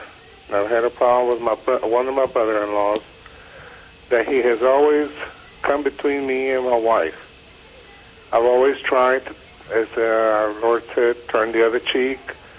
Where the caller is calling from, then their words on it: Texas, United States; I'm calling you from Texas.